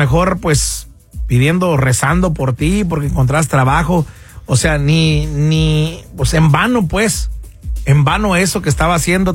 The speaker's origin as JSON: {"language": "Spanish", "region": "San Luis Potosí", "country": "Mexico", "said": "los escucho aquí en Del Valle, soy de San Luis Potosí."}